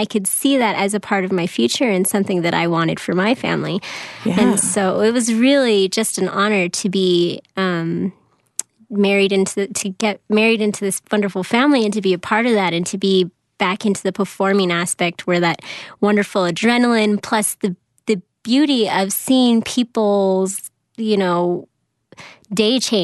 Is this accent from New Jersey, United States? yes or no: no; Los Angeles, California, United States; also born or lived in Durango, Mexico; Well, I was actually born in Durango, Mexico. Hmm. And I grew up in Los Angeles area, and my mom's side of the family is all Mexican, and so I just grew up speaking Spanish with them